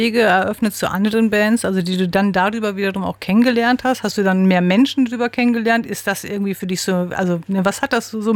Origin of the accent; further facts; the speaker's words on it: North Rhine-Westphalia, Germany; ich komme aus dem Sauerland.